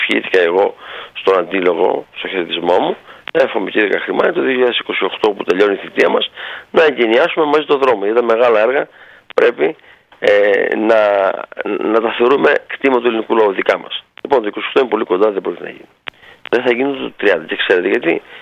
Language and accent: Greek; Epirus, Greece; born there; Όπως μπαίνετε στην Ιωάννηση, λοιπόν εκεί, εδώ ζω, στην Κοσμιά, στο χωριό μου.